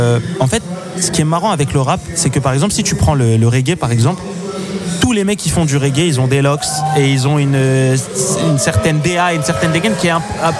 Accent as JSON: {"language": "French", "town": "Paris", "region": "Île-de-France", "country": "France", "tie": "born or raised there", "said": "moi, j'ai grandi dans le quartier des Fougères."}